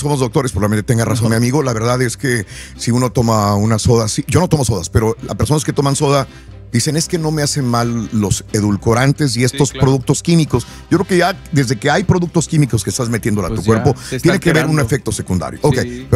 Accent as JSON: {"language": "Spanish", "town": "Tampico", "region": "Tamaulipas", "country": "Mexico", "said": "Yo soy de Tampico."}